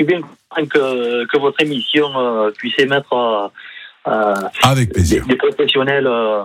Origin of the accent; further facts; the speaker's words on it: France; born there; also born or lived in Barcelona, Spain; now in Château-Renard, France; moi, je suis franco-espagnol, mm-hmm. Je suis né en France, j'ai la nationalité également espagnole, de parents espagnols. J'ai habité pendant 2 ans, et ça a son importance, de 16 ans à 18 ans en Espagne, à Barcelone.